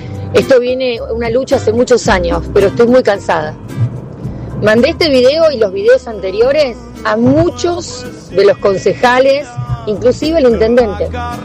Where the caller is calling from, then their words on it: Colastiné, Santa Fe, Argentina; vecina de Colas Tiné.